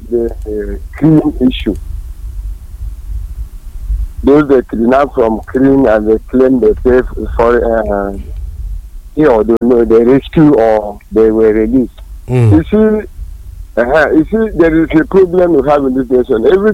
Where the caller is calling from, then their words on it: Nigeria; I'm calling from Ijo.